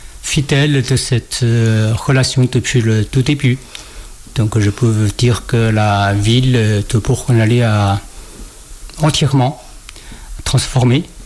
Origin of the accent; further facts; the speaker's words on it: Shaanxi, China; je rentre très peu chez mon pays natal, qui n'est pas à Wujian, qui est dans la région de Xi'an